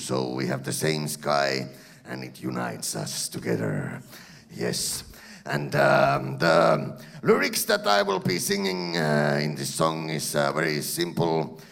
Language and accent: English; Finland; I came from Finland, and I play some accordion music for you today.